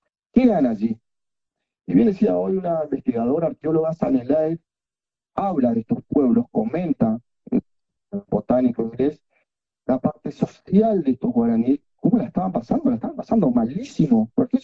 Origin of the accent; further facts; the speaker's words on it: Corrientes, Argentina; Recuerden que nosotros somos correntinos en las misiones